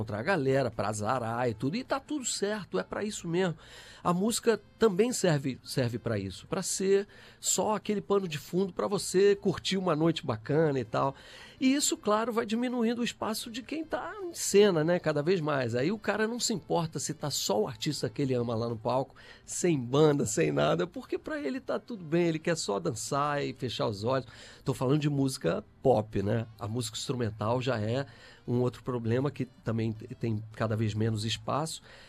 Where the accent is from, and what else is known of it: Brasília, Federal District, Brazil; born or raised there; also born or lived in Rio de Janeiro